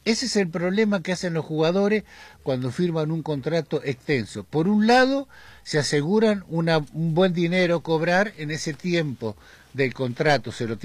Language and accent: Spanish; Neuquén, Argentina; cómo estamos viviendo los argentinos, los neuquinos en general.